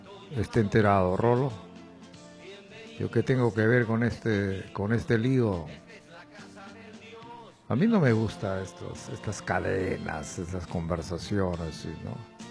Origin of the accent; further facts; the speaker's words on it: Iquitos, Loreto, Peru; Perdón la ignorancia, yo soy de Perú, Iquitos.